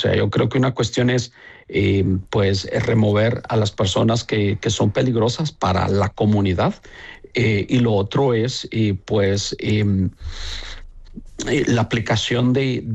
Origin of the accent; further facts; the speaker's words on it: El Salvador; now in United States; Cuando salí de El Salvador, traía una mochila quizás pues con una muda, pero esa mochila venía llena de sueños, llena de esperanza, llena de proyectos.